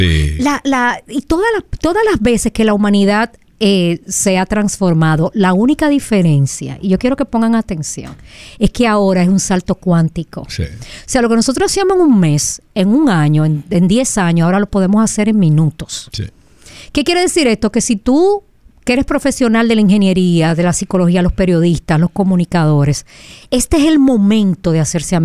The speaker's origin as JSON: {"language": "Spanish", "country": "Dominican Republic"}